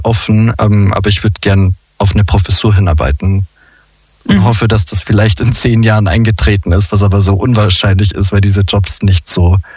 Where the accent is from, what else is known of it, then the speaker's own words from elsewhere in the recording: Bavaria, Germany; Als Bayer ist man eh fast auch Österreicher.